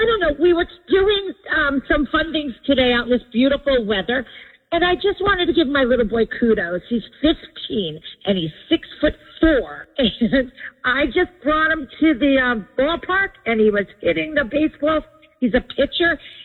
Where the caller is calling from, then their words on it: Holmdel, New Jersey, United States; I'm calling from Homedale, New Jersey. Obviously, Jersey.